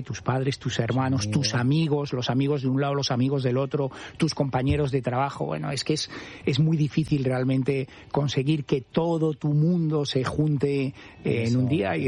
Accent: Cigales, Castile and León, Spain; nos casamos en Cigales, que era mi pueblo.

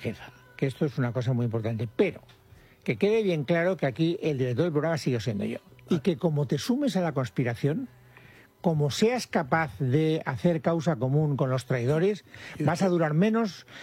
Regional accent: Castellón, Valencian Community, Spain; Es que como vengo de Castellón, todavía con la mentalidad levantina.

